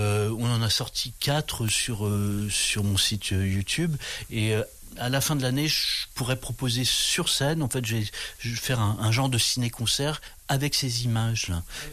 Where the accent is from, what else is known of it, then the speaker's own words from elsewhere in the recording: Brittany, France; je suis hyper bien en Bretagne, je suis breton à mort